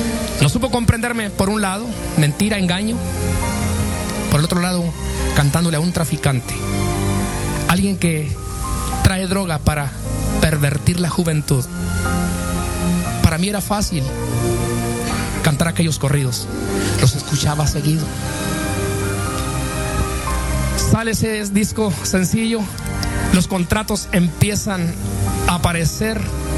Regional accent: Chihuahua, Mexico; now in United States; hay mucha gente aquí del norte de Chihuahua, nosotros somos del norte de Chihuahua

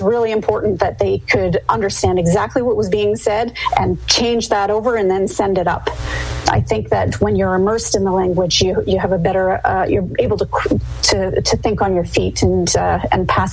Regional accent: Canada; moved away as an adult; now in United States; when they find out I'm Canadian

